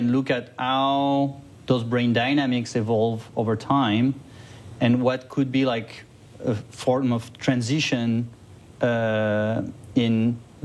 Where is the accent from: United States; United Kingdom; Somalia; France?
France; now in Montreal, Canada; I'm originally from France, but now I'm living in Montreal.